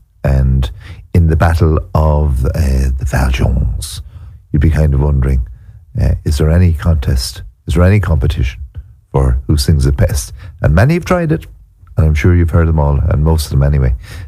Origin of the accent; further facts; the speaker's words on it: Ireland; Because as Irish folks, we should be able to let this resonate inside our souls.